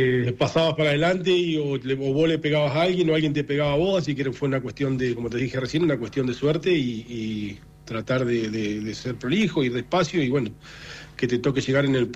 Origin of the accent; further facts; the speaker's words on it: Trelew, Chubut, Argentina; La mayoría de los que vamos a Comodoro somos de Trelew.